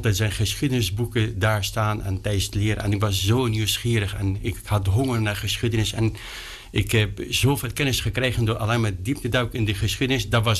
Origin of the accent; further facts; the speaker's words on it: South Governorate, Lebanon; Dutch is a second language; now in Netherlands; Nou, ik geboren in Libanon.